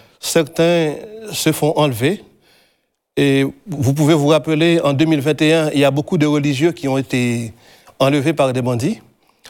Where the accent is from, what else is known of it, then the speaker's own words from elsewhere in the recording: Petit-Goâve, Ouest, Haiti; moved away as an adult; now in Finistère, France; moi, je suis né dans une des campagnes de Petit-Gouave, la 7e section de Petit-Gouave.